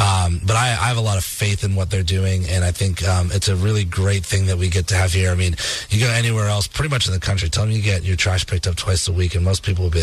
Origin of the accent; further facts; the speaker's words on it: Massachusetts, United States; I grew up in Northeast Massachusetts and grew up going to Maine.